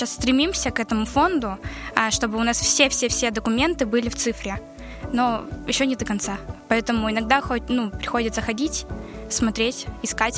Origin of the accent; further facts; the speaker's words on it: Minyar, Chelyabinsk Oblast, Russia; moved away as an adult; Я приехала год назад из Челябинской области, с маленького городка Миньяр.